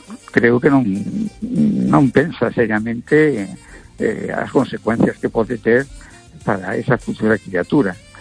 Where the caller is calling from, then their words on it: A Coruña, Galicia, Spain; Vamos a ver … de Coruña.